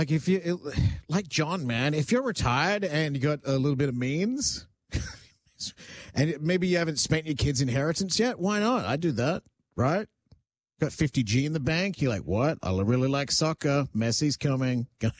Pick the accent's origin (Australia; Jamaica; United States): Australia; now in Canada; because I grew up in Australia